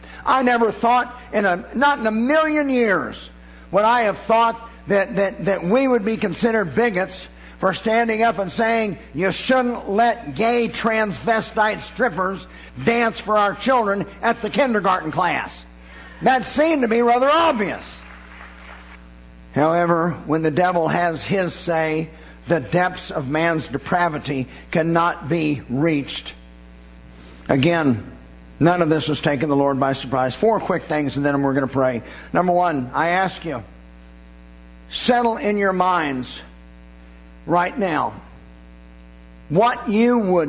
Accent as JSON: {"language": "English", "country": "United States", "said": "as an American and as a patriot."}